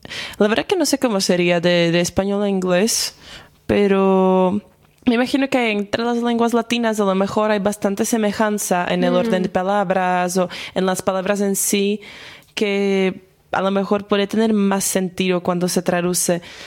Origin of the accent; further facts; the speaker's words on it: Slovakia; accent: Slovak; first language Slovak; Spanish is a second language; porque en eslovaco, por ejemplo, ya por eso tengo el acento bastante marcado, porque nosotros ponemos el acento siempre en la primera sílaba de la palabra.